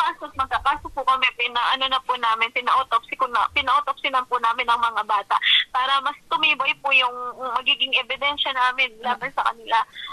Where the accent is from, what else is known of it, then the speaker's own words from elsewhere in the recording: Central Luzon, Philippines; Kasi tubong Pampanga po talaga kami. Kapampangan po kami, purong Kapampangan. Talaga Pampanga po kami. Dito po kami naghanap buhay